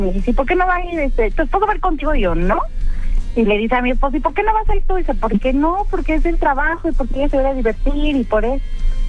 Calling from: Nicolás Romero, State of Mexico, Mexico; de Nicolás Romero.

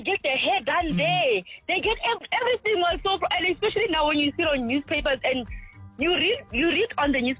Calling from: South Africa; I'm from Davao.

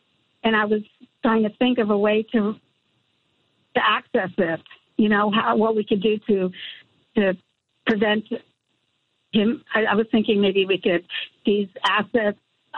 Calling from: Santa Monica, California, United States

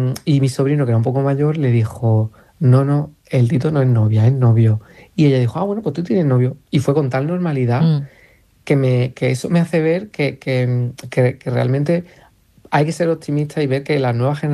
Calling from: France; Un abrazo … de Francia.

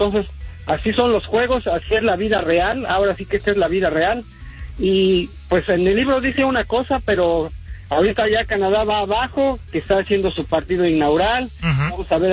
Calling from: Tijuana, Baja California, Mexico; desde aquí la bella Tijuana.

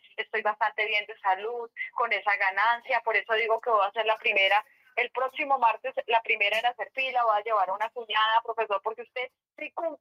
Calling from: Zipaquirá, Cundinamarca, Colombia; De Zipaquirá.

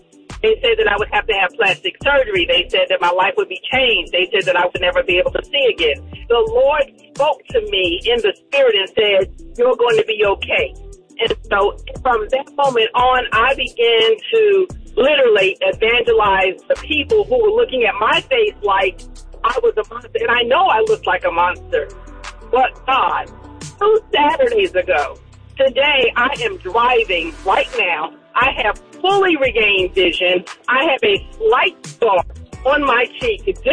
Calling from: Atlanta, Georgia, United States; I am calling from Atlanta.

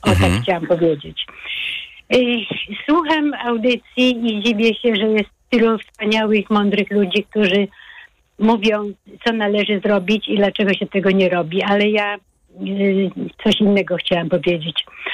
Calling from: Wałcz, West Pomeranian Voivodeship, Poland; Dzwonię z Wałcza, otoczonego lasami i jeziorami.

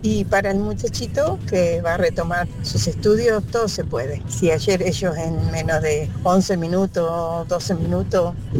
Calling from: Monte Grande, Buenos Aires Province, Argentina; de Montegrande.

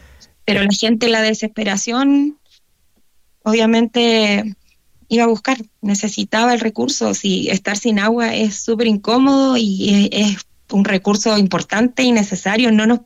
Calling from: Chile; somos los chilenos

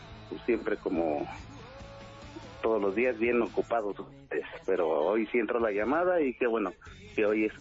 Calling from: Progreso de Atotonilco, Hidalgo, Mexico; Te llamo de acá, de Progreso de Atotonilco.

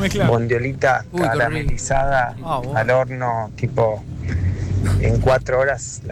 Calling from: Morón, Buenos Aires Province, Argentina; de Morón.

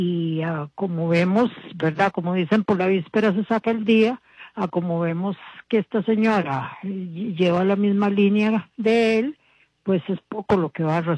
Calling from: San José, Costa Rica; llamo de San José.

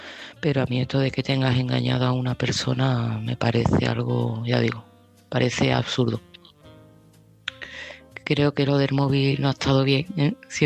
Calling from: Seville, Andalusia, Spain; de Sevilla y este mensaje va para Cristina.

